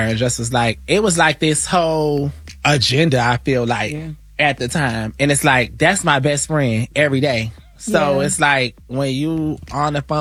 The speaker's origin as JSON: {"language": "English", "region": "Florida", "country": "United States", "tie": "born or raised there", "said": "growing up in Florida though, like even being, that's when I was a little boy"}